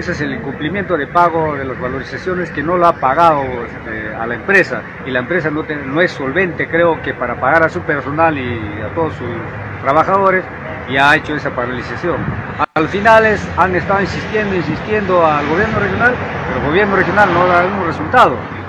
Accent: Camilaca, Tacna, Peru; nosotros de Camilaca, la primera visita que hemos hecho aquí, ya estamos en la segunda visita, llegamos a la municipalidad de Camilaca, acá en Tacna

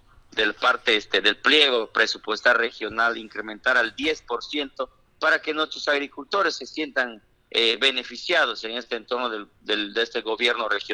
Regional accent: Chazuta, San Martín, Peru; soy de Chasuta, es mi lugar de nacimiento

